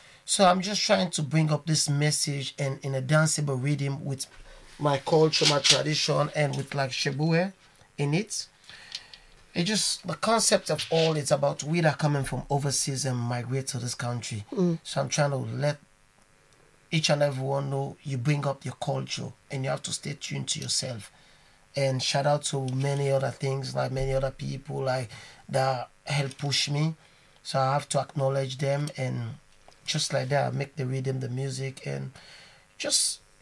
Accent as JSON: {"language": "English", "country": "Sierra Leone", "said": "I'm from Sierra Leone. And like from the Creole ancestors who are mostly like the free slaves"}